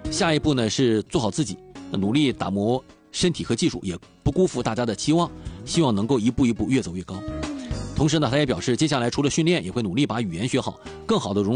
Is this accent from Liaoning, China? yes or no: yes; Dalian, Liaoning, China; 为大连我们的家乡增光添彩